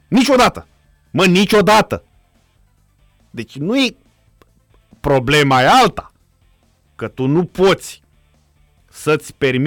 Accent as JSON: {"language": "Romanian", "country": "Romania", "said": "noi, o prestanță, ca români."}